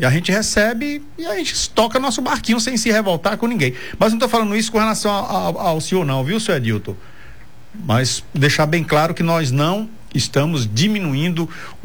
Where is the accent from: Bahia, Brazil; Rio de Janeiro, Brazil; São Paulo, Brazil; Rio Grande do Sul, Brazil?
Bahia, Brazil; accent: Bahian